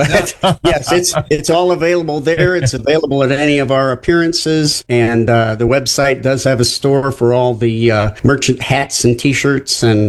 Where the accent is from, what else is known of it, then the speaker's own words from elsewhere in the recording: Coldwater, Michigan, United States; also born or lived in Bronson, Michigan; I am a lifer in the Coldwater, Michigan area. I was born and raised in Coldwater and have never ventured too far from here